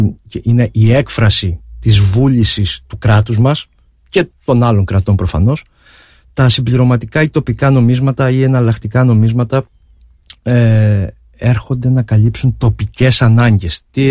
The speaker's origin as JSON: {"language": "Greek", "town": "Ierapetra", "region": "Crete", "country": "Greece", "said": "σε μια πόλη όπως είναι η πόλη μου Ιεράπετρα, στην άλλη άκρη της Ελλάδας, στην άλλη άκρη της χώρας."}